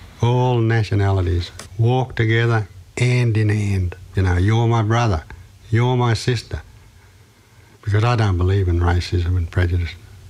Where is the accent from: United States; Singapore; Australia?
Australia; Cobar, New South Wales; I never grew up with it, not in my family, not in the little town where we grew up in Cobar